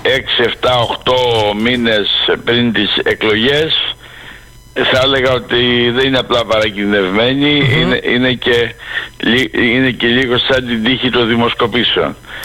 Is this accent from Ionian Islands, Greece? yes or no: yes; Zakynthos, Ionian Islands, Greece; Από το οποίο προέρχομαι και εγώ.